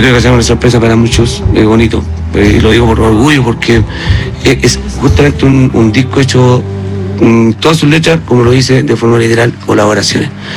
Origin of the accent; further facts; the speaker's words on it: Yungay, Ñuble, Chile; Yo soy de Yungay, zona guasa.